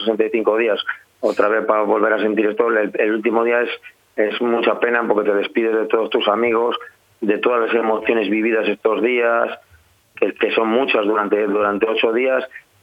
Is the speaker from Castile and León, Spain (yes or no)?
yes; Boecillo, Castile and León, Spain; Sí, soy de Boecillo, soy de Boecillo de toda la vida y te crecí. Soy cinco generaciones de Boecillo, o sea, mis padres, mis abuelos, mis han sido todos de Boecillo, somos todos de Boecillo, sí.